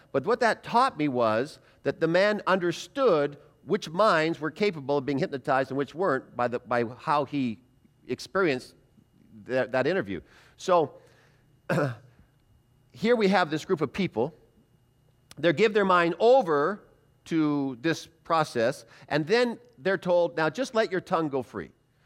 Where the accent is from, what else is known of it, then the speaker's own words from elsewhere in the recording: British Columbia, Canada; I grew up outside of Vancouver, British Columbia